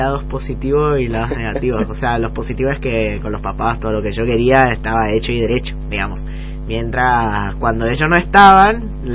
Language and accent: Spanish; Sardinia, Italy; Spanish is a second language; now in Resistencia, Argentina; tengo 17 años, soy de Italia y ahora estoy pasando mi intercambio acá en Resistencia. De Italia yo vengo de una pequeña isla del Mediterráneo que se llama Cerdeña